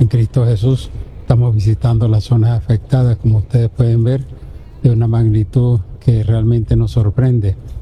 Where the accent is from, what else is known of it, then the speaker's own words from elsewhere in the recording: Venezuela; nosotros como pueblo venezolano sabemos levantarnos